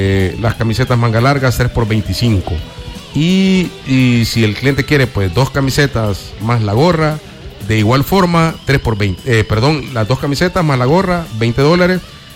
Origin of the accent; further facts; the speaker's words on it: El Salvador; como somos los salvadoreños